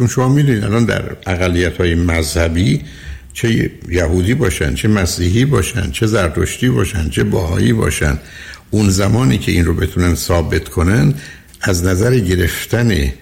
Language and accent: Persian; Iran; ما مردم ایران